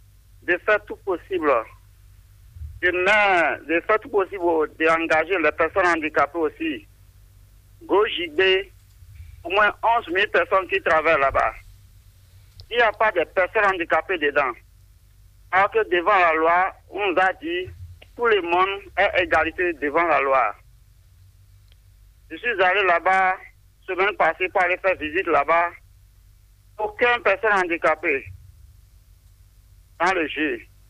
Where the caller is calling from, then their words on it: Benin; Je vous appelle depuis Saint-Pierre.